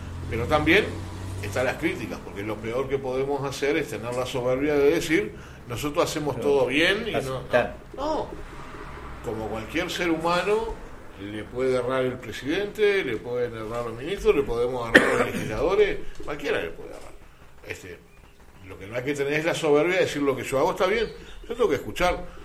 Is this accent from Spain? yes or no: no; Uruguay; Uruguay no es como algunos uruguayos creen que somos una cosa aparte en el mundo.